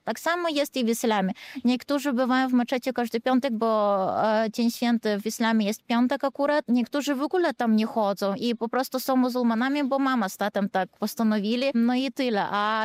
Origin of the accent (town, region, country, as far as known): Lithuania